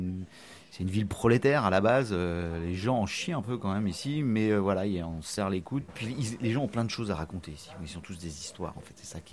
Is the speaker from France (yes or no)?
yes; Brest, Brittany, France; also born or lived in Plougastel / Quimper / Paris; je suis né à Brest, ouais, j'ai passé mon enfance à Brest, après j'ai un peu bougé, voilà, Plougastel, Quimper, puis je suis revenu à Brest pour mes études